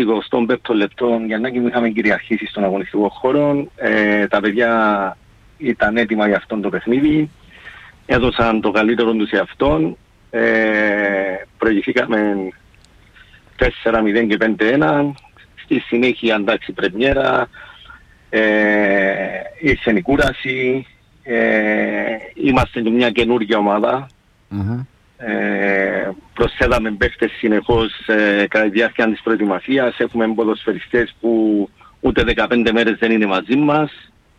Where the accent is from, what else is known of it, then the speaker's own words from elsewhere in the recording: Limassol, Limassol District, Cyprus; είμαι από τη Λεμεσόν